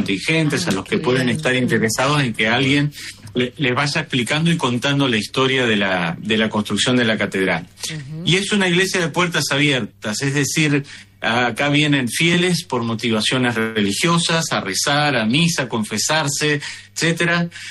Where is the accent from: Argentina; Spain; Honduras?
Argentina; Bahía Blanca, Buenos Aires Province; now in La Plata, Argentina; yo soy de Bahía Blanca.